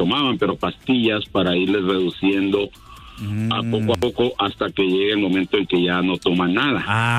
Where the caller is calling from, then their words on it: Arizona, United States; De aquí de Arizona.